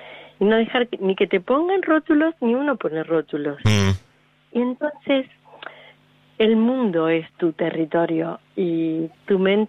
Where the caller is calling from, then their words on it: Buenos Aires, Argentina; vivo en Capital